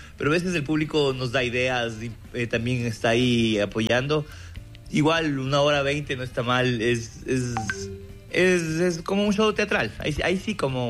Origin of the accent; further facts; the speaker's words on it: Ecuador; pero somos ecuatorianos